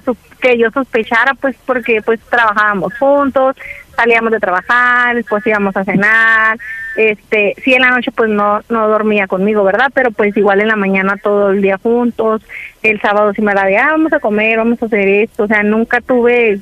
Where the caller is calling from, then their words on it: Mexicali, Baja California, Mexico; 29 de Mexicali